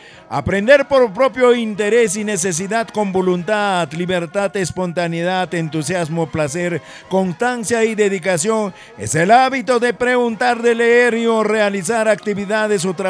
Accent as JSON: {"language": "Spanish", "town": "Recuay", "region": "Ancash", "country": "Peru"}